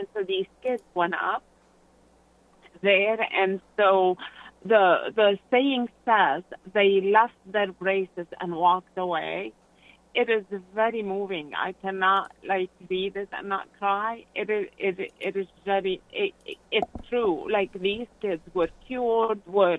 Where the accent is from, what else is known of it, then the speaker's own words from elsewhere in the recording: Lebanon; now in United States; I grew up in Lebanon